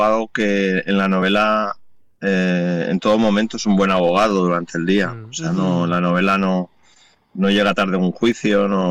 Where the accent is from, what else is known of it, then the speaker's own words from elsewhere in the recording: Barcelona, Catalonia, Spain; yo hablo de Barcelona porque es mi ciudad, yo he nacido aquí, mis padres nacieron aquí, mis abuelos, parte de ellos, nacieron aquí y es la ciudad que yo entiendo por cómo se relaciona la gente